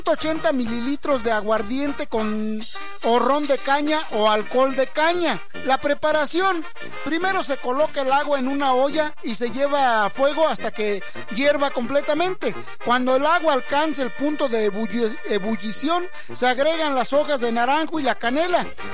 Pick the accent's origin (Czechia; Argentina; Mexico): Mexico; now in United States; Ni en Canadá, ni aquí en Estados Unidos hay el ambiente que hay en nuestro México lindo y querido.